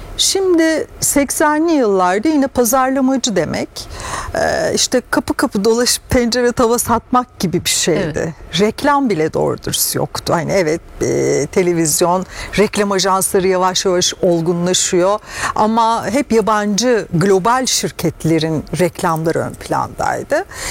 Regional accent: Ankara, Turkey; Ortaokulda ben Ankaralı bir Rumeli göçmeni ailede büyüdüm.

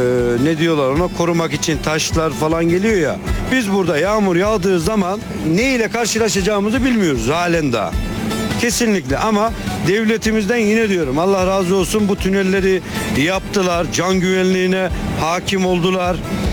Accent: Artvin, Turkey; Artvin merkezde büyüdüm. Buralıyım.

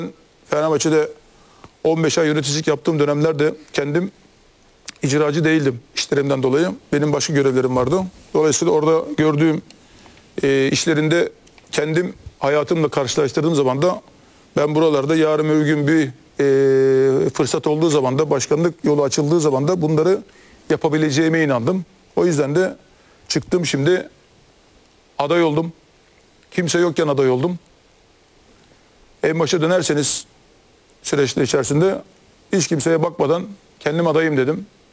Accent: Istanbul, Turkey; Sokaklarda büyüdük. Sokaklardan geldik. Sokaklardan ticaret yaparaktan ben buralara geldim. Kasımpaşa'nın bir evladıyım. Kasımpaşa'da doğdum.

